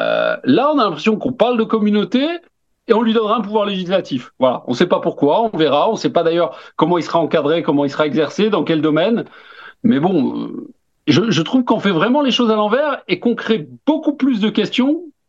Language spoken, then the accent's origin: French; Corsica, France; moi, je pense que comme la majorité des Corses, ben, je suis Corse et français. Je suis pas et Corse ou français.